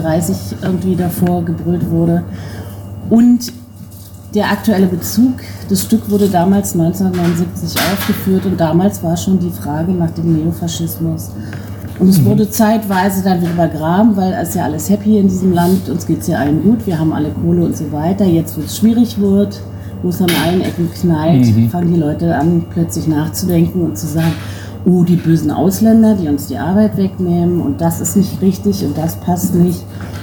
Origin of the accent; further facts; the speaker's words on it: Berlin, Germany; moved away; ich komme ursprünglich aus Berlin